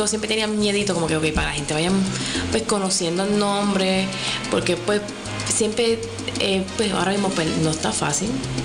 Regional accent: Isabela, Puerto Rico; moved away as an adult; now in Sabana Grande, Puerto Rico; Bueno, pues soy de Isabela. Ya básicamente Sabana Grande me adoptó, como uno dice, el área.

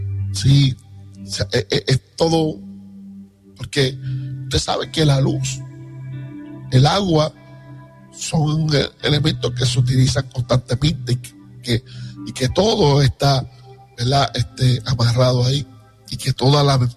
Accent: Puerto Rico; mi tierra puertorriqueña

